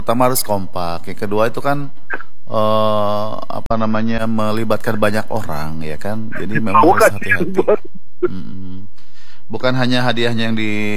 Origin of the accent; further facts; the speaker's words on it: Bandung, West Java, Indonesia; born there; moved away; Kalau asli dari Bandung, pindah kemari